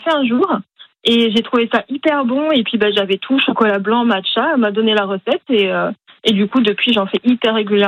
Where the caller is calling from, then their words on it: Metz, Grand Est, France; J'appelle de Metz.